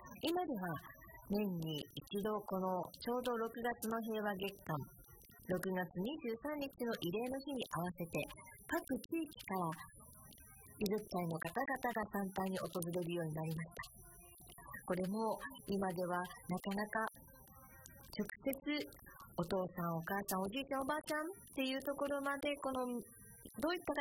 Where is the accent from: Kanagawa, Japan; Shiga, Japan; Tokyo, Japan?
Shiga, Japan; now in Okinawa, Japan; 私のふるさと琵琶湖がある滋賀県